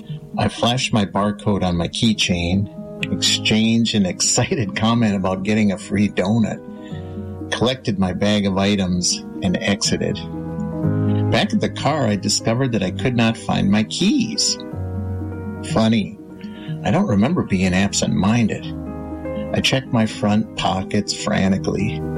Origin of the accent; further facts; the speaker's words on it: Saint Paul, Minnesota, United States; "No, I'm from the Twin Cities in St. Pa